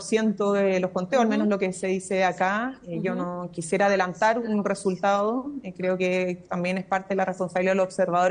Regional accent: Chile; Nosotros en Chile somos parte de América Latina

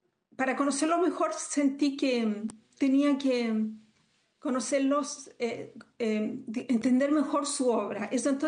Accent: Concepción, Biobío, Chile; yo también soy de provincia, yo soy de Concepción.

